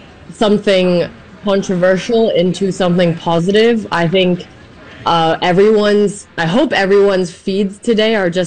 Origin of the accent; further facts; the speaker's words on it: Shanghai, China; I grew up half Chinese in Shanghai. I compete for the German national team. I'm German Chinese.